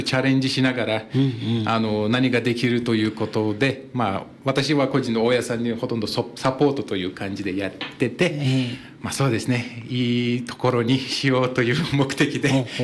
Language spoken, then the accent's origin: Japanese; Turkey; Japanese is a second language; moved away as an adult; also born or lived in Tokyo / Saitama; now in Hachinohe, Japan; 私出身はトルコなんで、はい、でも日本に来たのは2018年になりまして、今年大体8年間ぐらいになってて、まあそれのそうですね、まあ、7年間ぐらいずっと東京と埼